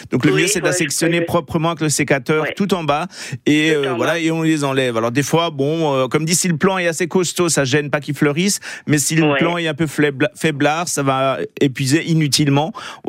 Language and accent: French; Grand Est, France; Il y a des variétés hollandaises et chez nous en Alsace on a une sorte qui s'appelle qu'on a appelée Alsace qui existe que chez nous.